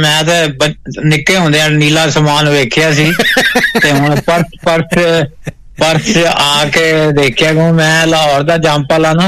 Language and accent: Punjabi; Punjab, Pakistan; ਸਾਡੇ ਪਾਸੇ ਜਿਹੜਾ ਸਾਡਾ ਪਾਕਿਸਤਾਨੀ ਪੰਜਾਬ ਹੈ ਨਾ ਉਹ ਤੇ ਇੱਕ ਬੜਾ ਓਵਰ ਪਾਪੂਲੇਟਡ ਹੋ ਗਿਆ